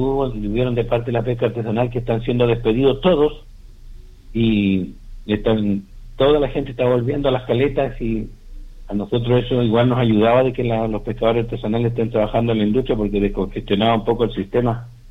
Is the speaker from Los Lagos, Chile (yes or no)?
yes; Ancud, Los Lagos, Chile; yo soy nacido y criado en Chiloé, en Ancud